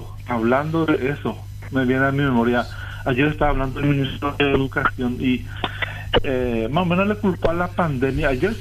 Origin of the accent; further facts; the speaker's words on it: Atyrá, Cordillera, Paraguay; now in San Bernardino, Paraguay; Súper orgulloso, yo soy de Atirá. Yo sí, es por mí, no voy a salir de Atirá, voy a estar todo el tiempo ahí.